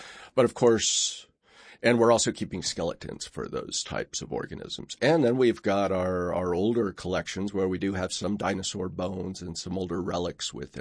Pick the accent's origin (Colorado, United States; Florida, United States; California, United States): California, United States; El Cajon; I grew up in Southern California. So in a place called El Cajon, which is outside of just east of San Diego.